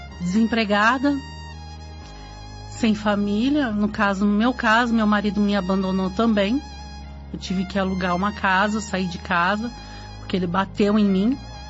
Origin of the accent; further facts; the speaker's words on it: Capivari, São Paulo, Brazil; sou da cidade de Capivari.